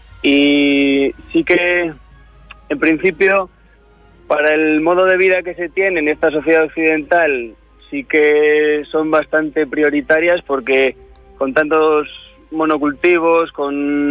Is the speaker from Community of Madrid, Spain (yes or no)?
no; Fuentes Calientes, Aragon, Spain; also born or lived in Valencia; Yo he nacido y me he criado en Fuentes Calientes, en un pueblo del altiplano turolense. Y salí de aquí para estudiar en la universidad, en Valencia y en otras ciudades, y después regresé a mi pueblo